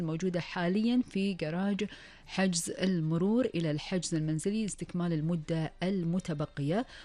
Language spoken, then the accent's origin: Arabic; Kuwait; وآخر المستجدات في ديرتنا الحبيبة الكويت.